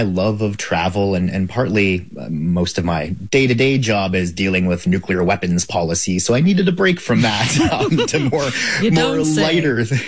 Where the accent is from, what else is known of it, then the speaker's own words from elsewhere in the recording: Canada; now in United States; the little secret is I'm not American. I am now. I'm sharing that with all of the listeners out there. But I grew up in Canada